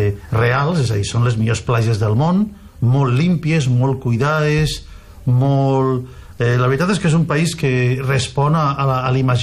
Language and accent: Catalan; Vinaròs, Valencian Community, Spain; born there; el que vaig néixer a Vinaròs i me sento profundament vinarossenc, pues estic poc temps aquí.